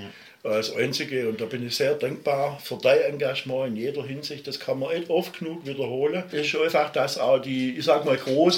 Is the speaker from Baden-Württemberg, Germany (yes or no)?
yes; Baden-Württemberg, Germany; du tust in Baden-Württemberg als Schwabe manchmal in bestimmte Lokalitäten, wo Kulturschaffende am Werk sind, manchmal schwer. Schwäbisch, was? Schwäbisch geht bei uns nicht.